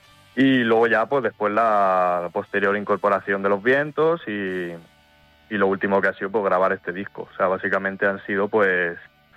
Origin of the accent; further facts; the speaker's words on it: Villardompardo, Andalusia, Spain; Mi pueblo es Villardón Pardo.